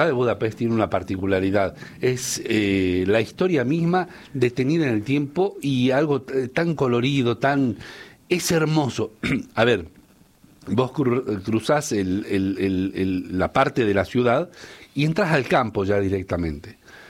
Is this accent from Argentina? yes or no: yes; Argentina; yo soy gitano argentino